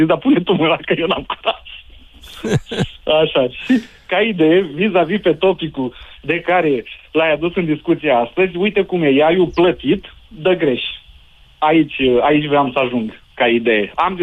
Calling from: Iași, Iași County, Romania; Sunt din Iași.

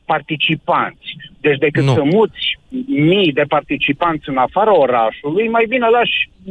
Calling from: Timiș County, Romania; eu sunt din Timiș

